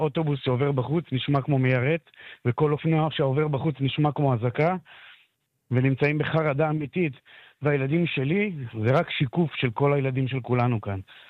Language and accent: Hebrew; Northern District, Israel; born there; אני, כשהייתי ילד בן 8, פוננו במבצע ענבי זעם לאשקלונה. חזרנו לאותה מציאות.